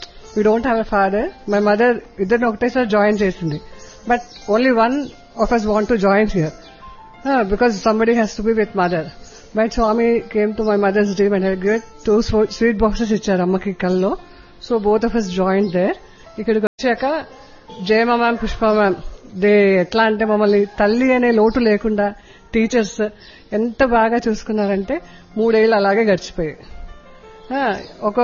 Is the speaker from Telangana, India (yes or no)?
yes; Hyderabad, Telangana, India; నేను హైదరాబాద్ నుండి వచ్చాను.